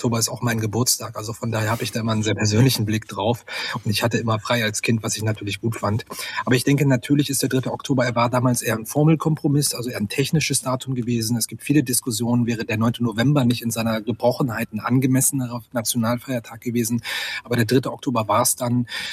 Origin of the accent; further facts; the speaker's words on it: Hettstedt, Saxony-Anhalt, Germany; in meiner Heimatstadt Hettstedt in Mansfeld-Südharz.